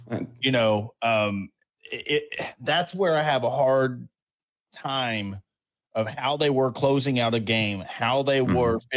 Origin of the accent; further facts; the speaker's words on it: Arkansas, United States; because we're from Arkansas, we're Arkansas podcast.